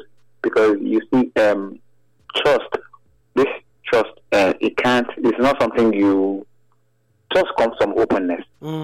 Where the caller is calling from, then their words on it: Benin City, Edo, Nigeria; from Ugbowa.